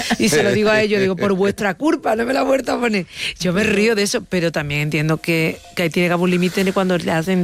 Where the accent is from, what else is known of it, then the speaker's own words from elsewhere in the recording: Andalusia, Spain; Nosotras dos somos andaluces y venimos de una tierra con mucha guasa.